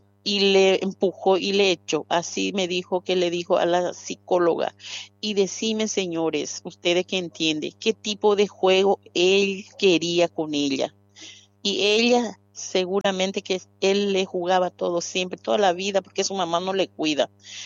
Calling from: Brazil; Yo vivo en Brasil

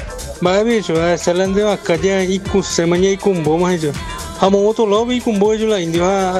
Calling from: Sajonia, Asunción, Paraguay; de Sajonia.

